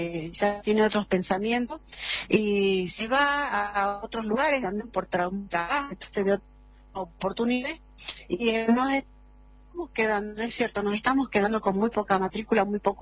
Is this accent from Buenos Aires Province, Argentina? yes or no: no; Ledesma, Jujuy, Argentina; Ledesma, de donde yo soy